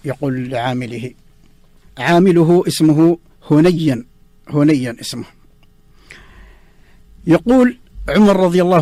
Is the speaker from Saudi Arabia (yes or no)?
yes; Saudi Arabia; هذا هو أفضل مكان عندهم في بلادنا المملكة العربية السعودية.